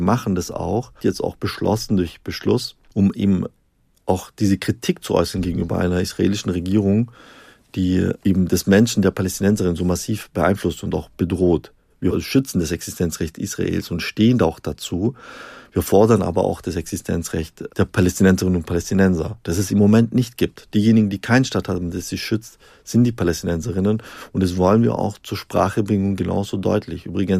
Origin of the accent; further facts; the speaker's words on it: Stuttgart, Baden-Württemberg, Germany; In der Automobilindustrie, ich komme ja aus Stuttgart, das ist ein ganz großes Thema.